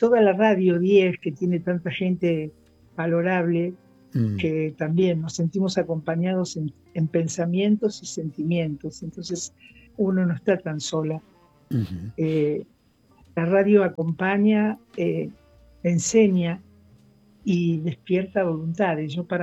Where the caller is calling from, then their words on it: La Plata, Buenos Aires Province, Argentina; Yo vivo en Tolosa, cerquita de donde vivía Cristina y su mamá, a dos cuadras. Es un barrio muy lindo, Tolosa, histórico.